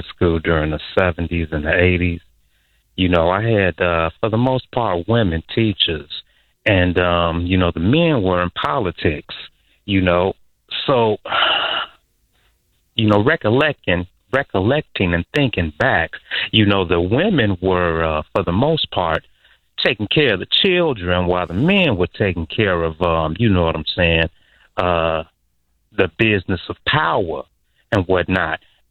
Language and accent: English; Chicago, Illinois, United States; I'm born and raised in Chicago.